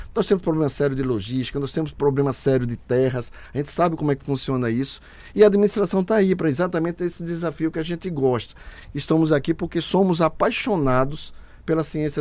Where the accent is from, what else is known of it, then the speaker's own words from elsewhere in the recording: Pernambuco, Brazil; born there; accent: nordestino; now in Pará, Brazil; Eu sou nascido, né, biologicamente, sou pernambucano, mas de coração sou paraense. Já vivo no estado do Pará já há 35 anos.